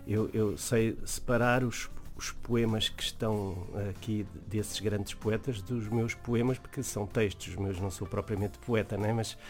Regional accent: Mozambique; born there; moved away; Há um regresso um bocado diferente a Moçambique, onde nasci

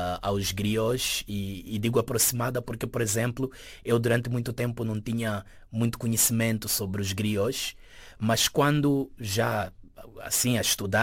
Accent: Nampula, Mozambique; first language Portuguese and Emakhuwa; moved away as an adult; also born or lived in Cuamba / Memba; now in Coimbra, Portugal; Eu cresci em Nampula, nasci e cresci em Nampula, mas também vivi um tempo em Kwamba e um tempo em Memba. Kwamba é a segunda cidade, né, da província do Niassa.

